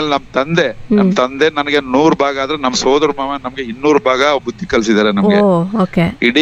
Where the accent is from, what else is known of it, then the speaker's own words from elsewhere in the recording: Karnataka, India; born there; now in Mysore, India; ನಮ್ಮ ಹಳ್ಳಿಯಿಂದ ಅಲಗಾಪುರದಿಂದ ತಗೊಂಡೋಗಿ ಮೈಸೂರಿಗೆ ತಗೊಂಡೋಗಿ